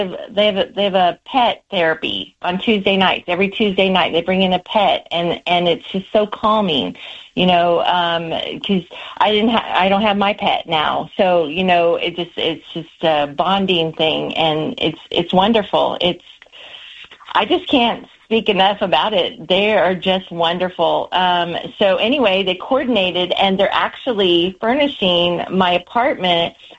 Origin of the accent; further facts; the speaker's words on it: Missouri, United States; From Missouri.